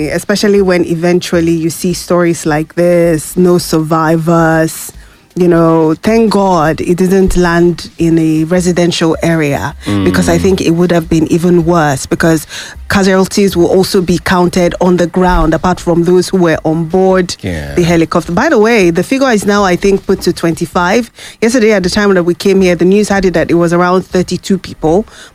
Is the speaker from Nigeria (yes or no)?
yes; Jos, Plateau, Nigeria; I grew up in Jos.